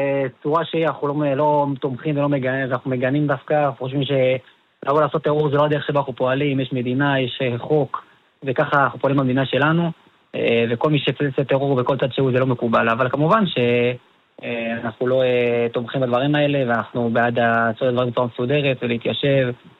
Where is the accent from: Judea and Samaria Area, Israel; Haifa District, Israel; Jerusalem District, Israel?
Jerusalem District, Israel; Jerusalem; also born or lived in Eli; now in Ganim; אני היום מגיע מאלי, במקור עם ירושלים, עכשיו מגיע מאלי